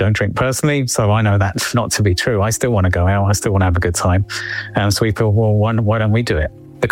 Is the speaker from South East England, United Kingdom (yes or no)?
no; London, United Kingdom; I'm from London. My partner, she's from Czech.